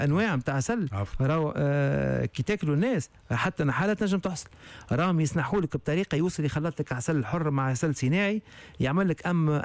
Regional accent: Tunisia; عندنا في تونس

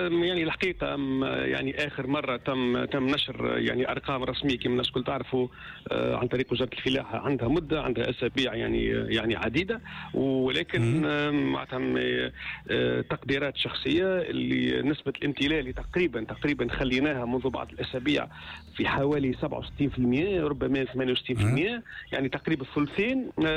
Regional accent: Tunisia

